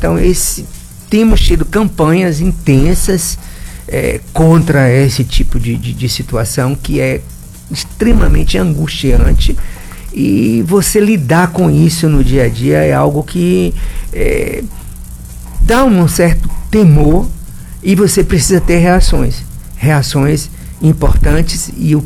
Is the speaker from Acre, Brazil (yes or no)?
no; Bahia, Brazil; moved away; em Santenei, na minha terra.